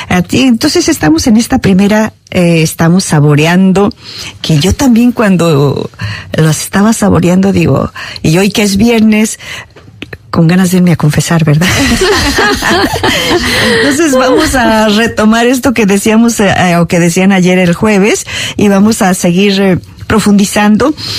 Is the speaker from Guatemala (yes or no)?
yes; Guatemala; sea en México, sea aquí, sea en Guatemala, en mi país de origen